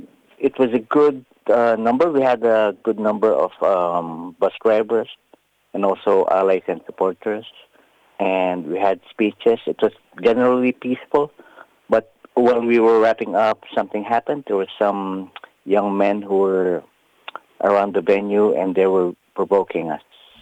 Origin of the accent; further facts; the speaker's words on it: Philippines; English is a second language; now in New Zealand; Philippines is also English really widely spoken. It's our second language.